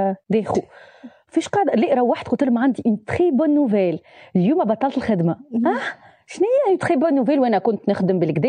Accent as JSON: {"language": "Arabic", "town": "Sousse", "region": "Sousse Governorate", "country": "Tunisia", "tie": "born or raised there", "also_born_or_lived": "Sbeitla, Kasserine / Tunis", "moved": "as an adult"}